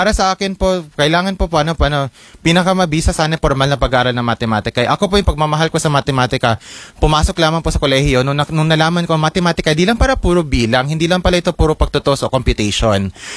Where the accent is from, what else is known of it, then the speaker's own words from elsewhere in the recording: Pasig, Metro Manila, Philippines; Hindi po, tubong Pasig po ako. Lungsod na Pasig.